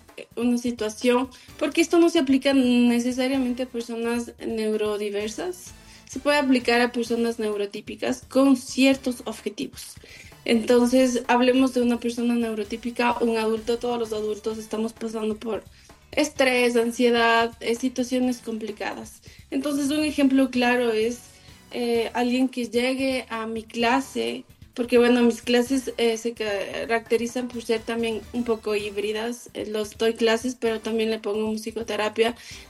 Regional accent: Ambato, Tungurahua, Ecuador; Yo soy Gambato y esto, todo esto está pasando en Gambato.

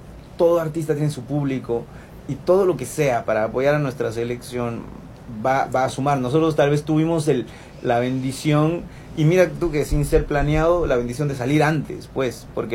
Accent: Ecuador

